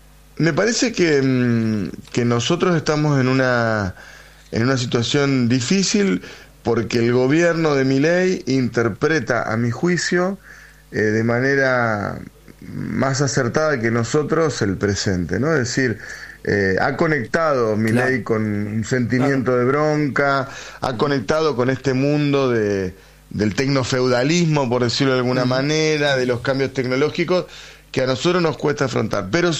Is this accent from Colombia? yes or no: no; Argentina; fui como judío, que formo parte de esa comunidad, como uh-huh. peronista, como argentino